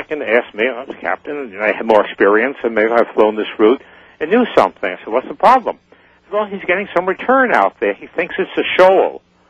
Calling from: New Jersey, United States; I live in New Jersey.

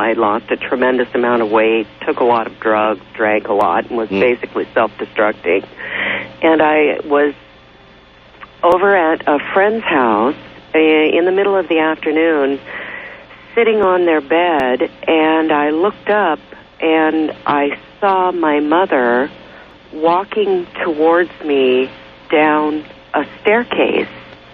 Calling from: Enumclaw, Washington, United States; I'm calling from the Enumclaw, Washington.

